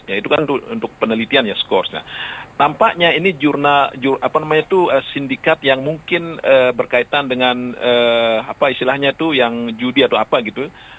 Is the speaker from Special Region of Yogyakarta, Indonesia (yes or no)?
no; Lombok, West Nusa Tenggara, Indonesia; Kita orang Lombok